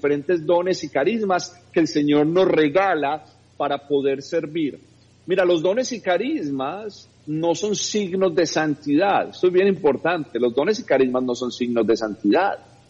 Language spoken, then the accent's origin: Spanish; Medellín, Antioquia, Colombia; Yo soy de Medellín, Colombia.